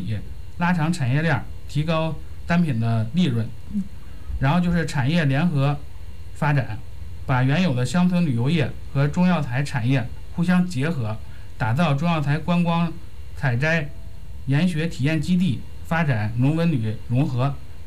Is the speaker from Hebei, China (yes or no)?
yes; Chengde, Hebei, China; 我是土生土长的本地人，亲眼见证过过去村子的贫穷落后